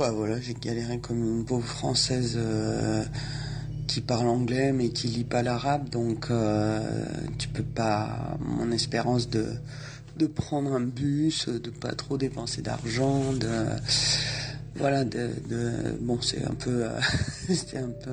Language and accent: French; France; moi en tant que française